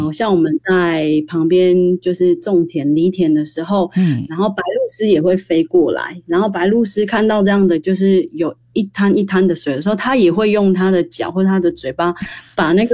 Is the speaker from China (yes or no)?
no; Hualien County, Taiwan; 我一直都在部落。